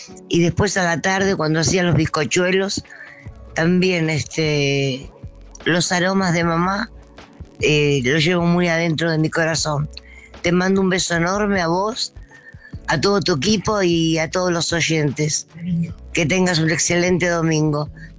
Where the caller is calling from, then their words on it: Buenos Aires, Argentina; Hola, buen día Oscar … de Villa Urquiza.